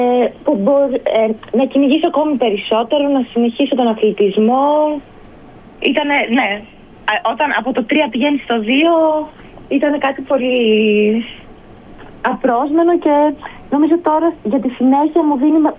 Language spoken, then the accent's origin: Greek; Ioannina, Epirus, Greece; moved away as an adult; now in Athens, Greece; επειδή είχα μείνει στα Γιάννενα στην πόλη μου